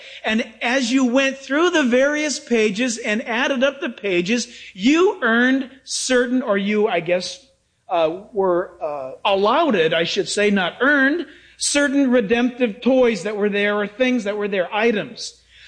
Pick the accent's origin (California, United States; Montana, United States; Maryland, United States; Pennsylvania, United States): California, United States; San Diego; also born or lived in Orange County; growing up in San Diego and then in Orange County, I used to get so excited when it was time for my mom to go to the grocery store.